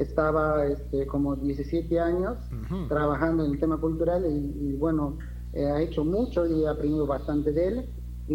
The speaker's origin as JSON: {"language": "Spanish", "town": "Lamas", "region": "San Martín", "country": "Peru", "tie": "born there", "said": "Yo soy de Lamas y es una ciudad muy interesante por donde tú lo mires."}